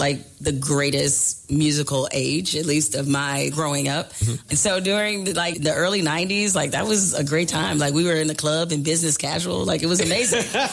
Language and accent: English; Detroit, Michigan, United States; I'm from Detroit.